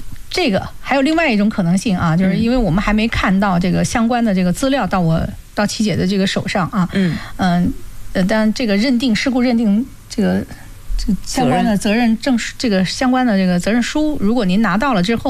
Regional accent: China; 我们中国人呢是讲究锅气的

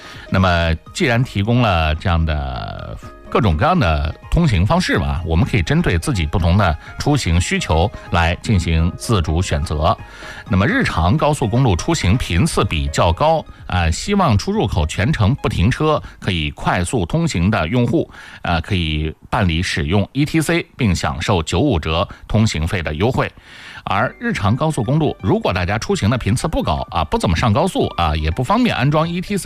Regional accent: Lianyungang, Jiangsu, China; 这次自选的配乐主题是 … ，也具有咱们家乡连云港的特色。

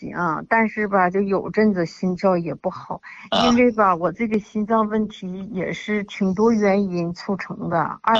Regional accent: Tianjin, China; 我家是天津的。

